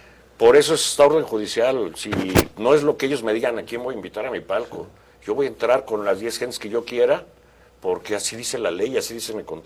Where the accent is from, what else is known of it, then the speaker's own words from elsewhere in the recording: Mexico; Reitero nuestra confianza en la justicia mexicana y que no permitamos, como mexicanos, que un organismo extranjero venga a pisotear nuestras leyes